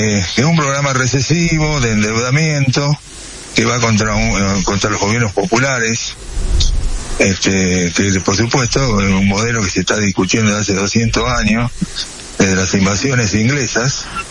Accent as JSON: {"language": "Spanish", "country": "Argentina"}